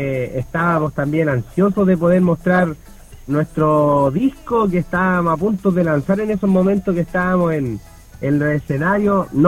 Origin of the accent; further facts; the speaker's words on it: Araucanía, Chile; Somos 2 personas de Lumaco y las otras 3 personas son de la comuna vecina que se llama Traillén, que queda súper cerquita, pero es otra comuna en realidad.